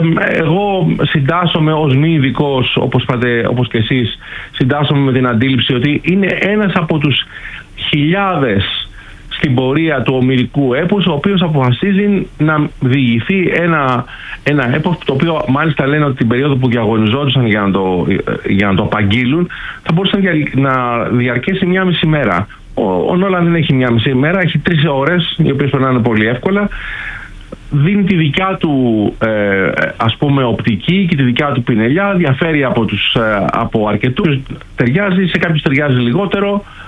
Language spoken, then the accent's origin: Greek; Greece; επειδή κάνουμε τη συζήτηση εδώ στην Ελλάδα ως Έλληνες